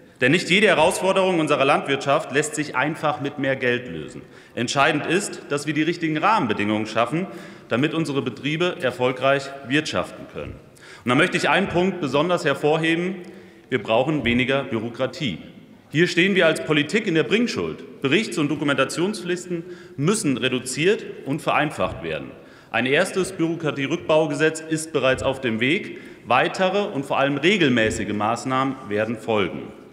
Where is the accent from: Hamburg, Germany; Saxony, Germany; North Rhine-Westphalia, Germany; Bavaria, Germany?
North Rhine-Westphalia, Germany; So steht es auf der Internetseite eines Hofladens in meiner Heimat Siegen-Wittgenstein.